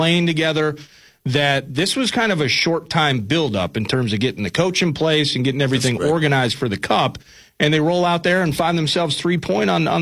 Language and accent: English; Minnesota, United States; as an American, as a Minnesotan